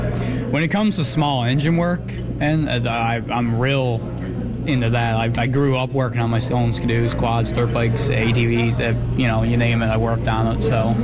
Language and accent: English; Newfoundland and Labrador, Canada; moved away as an adult; now in Happy Valley-Goose Bay, Canada; I'm from Central Newfoundland, Lewisburg area.